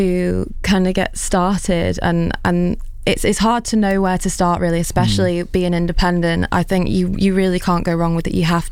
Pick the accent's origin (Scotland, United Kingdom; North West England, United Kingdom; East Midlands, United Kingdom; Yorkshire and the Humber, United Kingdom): North West England, United Kingdom; I started busking when I was younger on the streets in Chester. So I grew up in Cheshire